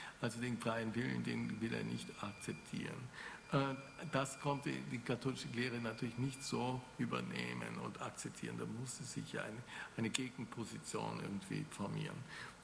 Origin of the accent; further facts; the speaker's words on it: Konstanz, Baden-Württemberg, Germany; born there; in dieser schönen Stadt Konstanz, wo ich geboren bin, nicht?